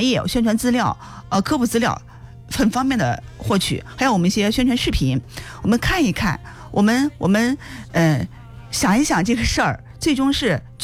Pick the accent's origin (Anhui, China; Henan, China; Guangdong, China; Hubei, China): Henan, China; 其实我想我们作为一个中国人，作为河南人，我们应该感到非常的骄傲啊，